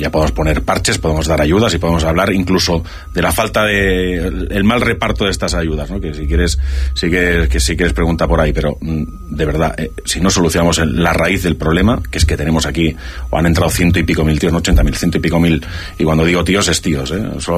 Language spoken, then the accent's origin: Spanish; Barcelona, Catalonia, Spain; Yo que vengo de Barcelona y he vivido tanto la capital como he visitado muchos barrios